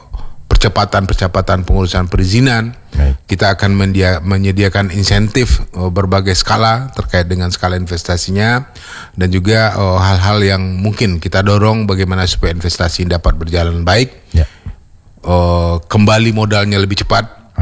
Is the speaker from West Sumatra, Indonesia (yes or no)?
yes; West Sumatra, Indonesia; bangsa kita, Minang